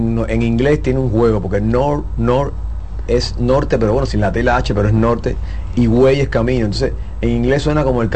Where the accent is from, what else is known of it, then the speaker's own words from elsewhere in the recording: Cuba; now in Dominican Republic; un cubano dominicano.